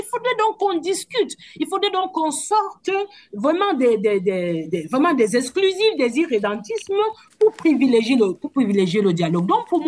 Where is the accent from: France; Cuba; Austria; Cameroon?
Cameroon; J'ai été dans le bureau de ce qu'on appelle chez nous au Cameroun le Bensinet, c'est-à-dire le bureau exécutif national du syndicat des enseignants du supérieur.